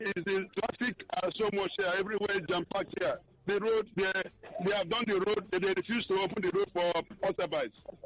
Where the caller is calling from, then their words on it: Agbara, Lagos, Nigeria; I'm calling from Agbara, Lagos.